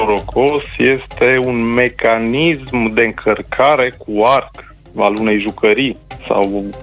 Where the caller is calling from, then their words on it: Sibiu, Sibiu County, Romania; de la Sibiu.